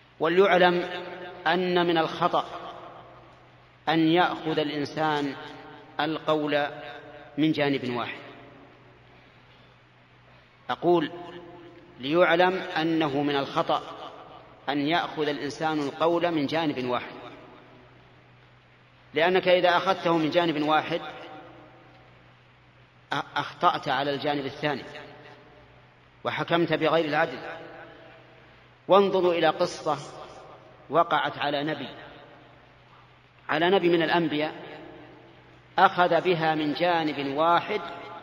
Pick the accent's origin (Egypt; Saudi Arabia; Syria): Saudi Arabia; هنا عندنا في السعودية